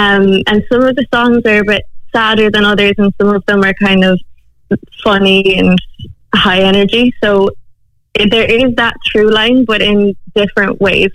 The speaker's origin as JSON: {"language": "English", "town": "Cork", "region": "Munster", "country": "Ireland", "moved": "as an adult", "lives_now": "Los Angeles, United States", "said": "so I live in LA for the past 5 years. I'm from Cork, but I live there with my sister."}